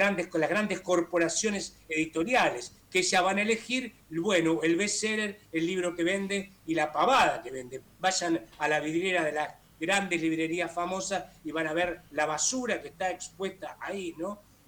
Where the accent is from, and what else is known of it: Argentina